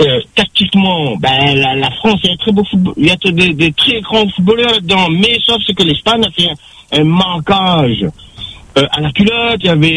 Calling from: Réunion; Moi, je suis un Marseillais. J'aime, je suis réunionnais.

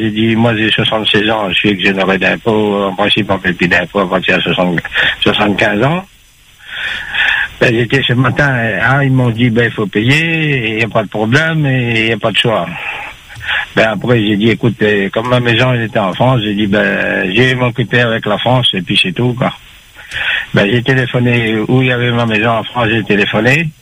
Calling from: Saint-Benoît, Réunion; J'habite à Saint-Benoît.

